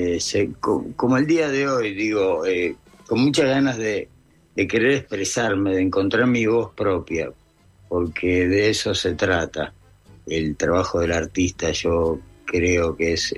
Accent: Buenos Aires, Argentina; Yo crecí en Parque de los Patricios, en una familia plenamente tanguera

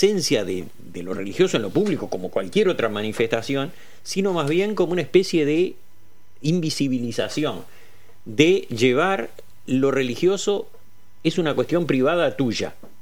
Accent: Uruguay; born there; los que estamos acá somos todos uruguayos, todos nacimos en este país y todos nacimos ya en un estado laico

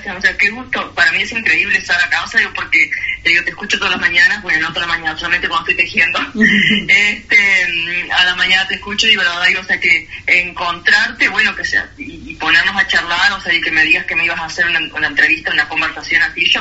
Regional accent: San José, Uruguay; also born or lived in Montevideo; Yo soy nacida en Montevideo, me crié un poco en San José, o sea, mi familia, o sea, yo, mis abuelos, mis tíos, todos en San José

